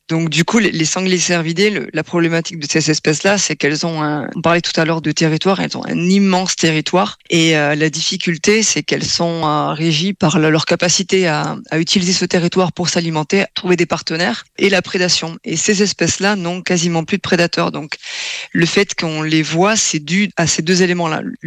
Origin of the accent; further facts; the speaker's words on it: Toulouse, Occitanie, France; Chez nous, en Toulouse